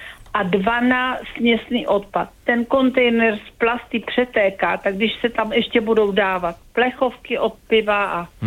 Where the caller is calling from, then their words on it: Olomouc, Olomouc Region, Czechia; já jsem z Olomouce